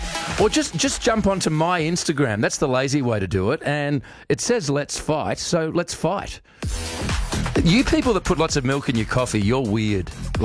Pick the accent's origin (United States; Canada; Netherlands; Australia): Australia; I'm an Australian.